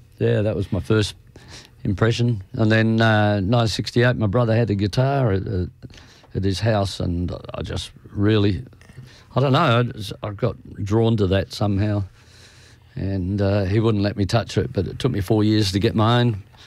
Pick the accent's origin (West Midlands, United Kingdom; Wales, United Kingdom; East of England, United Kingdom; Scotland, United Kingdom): Wales, United Kingdom; Aberporth; born there; moved away; Born in Aberporth, Cardigan, out in the Wild West, South Wales.